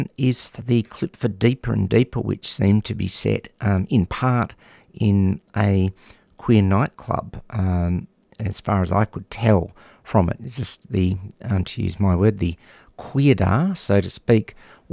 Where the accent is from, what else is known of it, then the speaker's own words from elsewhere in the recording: Newcastle, New South Wales, Australia; I came from Newcastle, north of Sydney, if my little brain remembereth rightly.